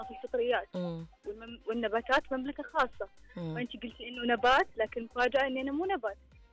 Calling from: Jeddah, Makkah Province, Saudi Arabia; انا كلمكم من جدة

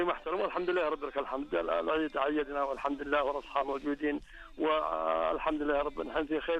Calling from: Taif, Makkah Province, Saudi Arabia; أكلمكم من الطائف

